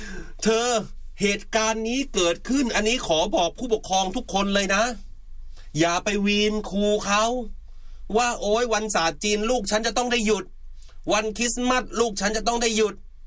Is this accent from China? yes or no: yes; Hainan, China; คือทุกคนก็รู้นะว่า … เนี่ยมาจากเมืองไหหลำ